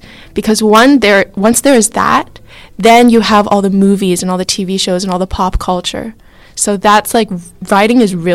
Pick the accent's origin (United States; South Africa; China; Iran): China; finding books that express my identity, because I'm biracial. I'm like half Asian, half white, and I grew up in China.